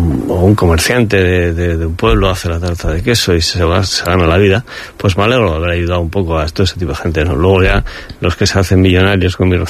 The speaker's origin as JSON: {"language": "Spanish", "town": "San Sebastián", "region": "Basque Country", "country": "Spain", "said": "sobre todo yo que soy donostiarra, pues quiero que tenga esa esencia del sitio de Donosti."}